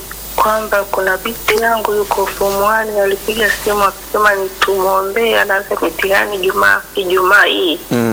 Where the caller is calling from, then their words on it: Arusha, Tanzania; natoka Arusha.